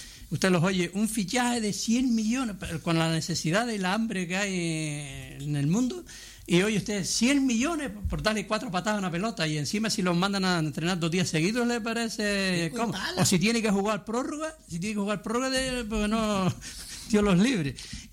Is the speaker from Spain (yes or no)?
yes; Spain; Que al final ganara España, lógicamente, como español.